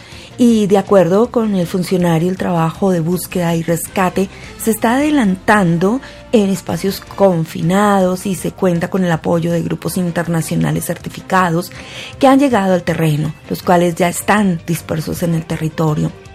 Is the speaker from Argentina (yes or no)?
no; Colombia